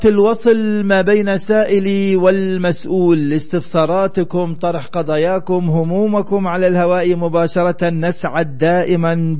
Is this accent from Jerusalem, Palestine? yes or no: no; West Bank, Palestine; عندنا في الضفة الغربية